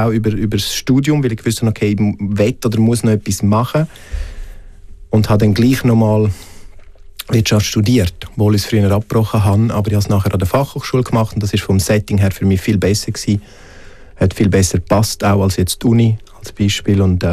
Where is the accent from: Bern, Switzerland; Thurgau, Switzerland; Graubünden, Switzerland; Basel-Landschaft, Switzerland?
Graubünden, Switzerland; now in Zürich, Switzerland; als ich dann weg bin aus dem Engadin, als ich dann auf Zürich bin.